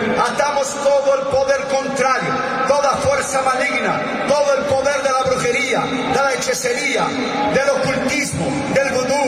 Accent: Brazil; Spanish is a second language; now in United States; Usted es chileno, yo soy brasileño, nacionalizado norteamericano, pero mi corazón es verde amarelo.

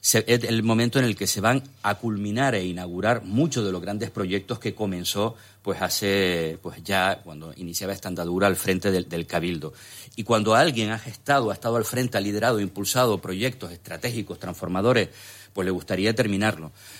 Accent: Telde, Canary Islands, Spain; yo soy de Temisa

